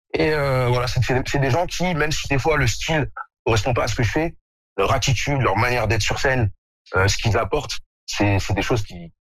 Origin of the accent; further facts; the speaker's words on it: Morocco; parce que moi je suis marocain mais je suis aussi noir.